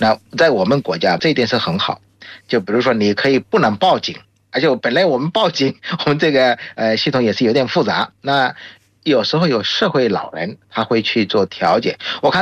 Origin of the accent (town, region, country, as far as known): Bangladesh; Chinese is a second language